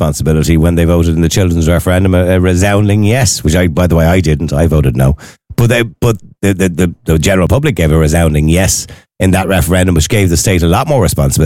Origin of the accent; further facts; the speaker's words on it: Dublin, Leinster, Ireland; I'm from Eadmore. Eadmore was a very rough place.